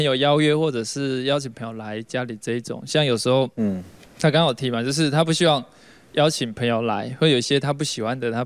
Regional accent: Penghu County, Taiwan; 我们澎湖人就好客，我们不怕他们不够吃啊

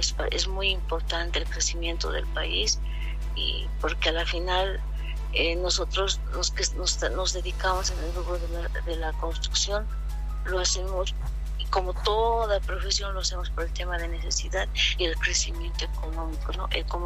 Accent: Bolivia; todos nosotros los bolivianos

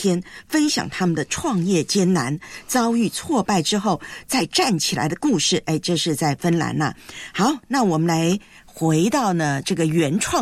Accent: Taiwan; 到了我的老家 台湾。

